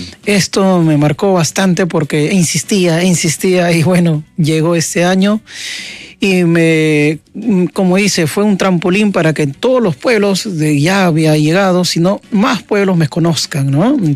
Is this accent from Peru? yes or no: yes; Puquio, Ayacucho, Peru; a todos mis paisanos, amigos, familiares, en especial de Puquio, del barrio de Joyana.